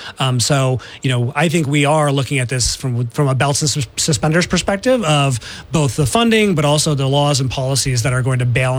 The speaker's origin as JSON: {"language": "English", "town": "Syracuse", "region": "New York", "country": "United States", "said": "I'm from Syracuse, like we talked about a few minutes ago."}